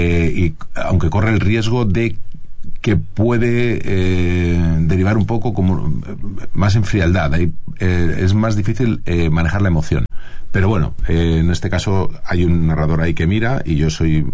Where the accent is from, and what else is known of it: Madrid, Community of Madrid, Spain